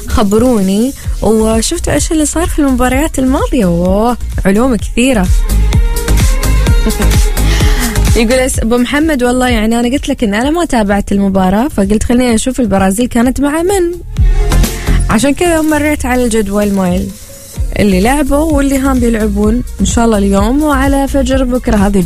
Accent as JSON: {"language": "Arabic", "country": "Oman", "said": "فأحنا تعرفين كعمانيين"}